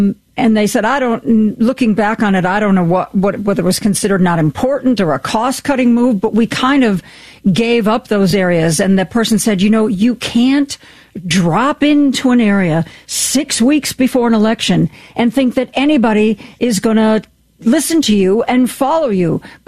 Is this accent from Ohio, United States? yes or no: yes; Ohio, United States; Because I always think of Wisconsin like my home state of Ohio